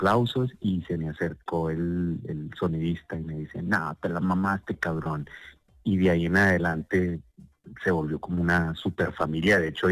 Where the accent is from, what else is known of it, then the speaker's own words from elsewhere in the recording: Colombia; yo era colombiano